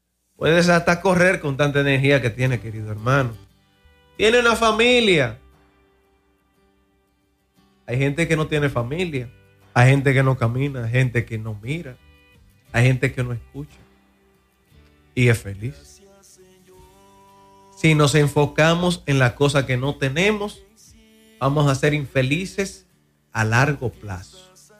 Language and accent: Spanish; Dominican Republic; como diríamos en buen dominicano